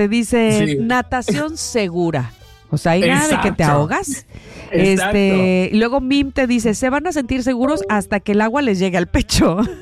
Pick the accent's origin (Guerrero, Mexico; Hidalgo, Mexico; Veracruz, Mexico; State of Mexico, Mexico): Veracruz, Mexico; Yo soy jarocha y no sé nadar.